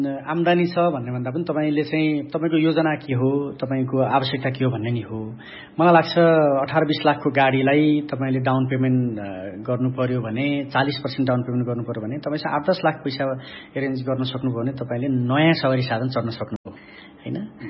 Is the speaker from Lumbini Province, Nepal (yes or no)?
no; Khotang, Koshi Province, Nepal; born there; moved away; मेरो घर खोटाङ हो, म यहाँबाट करिब 200-300 किलोमिटर